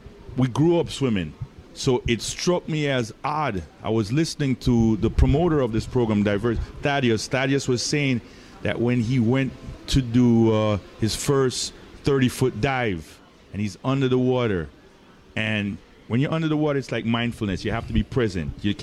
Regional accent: Jamaica; now in Miami, United States; I came from Jamaica, went to University of Houston, pledged fraternity.

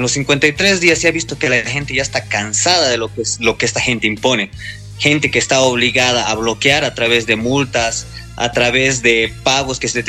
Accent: Bolivia; nosotros como bolivianos ya nos hemos dado cuenta

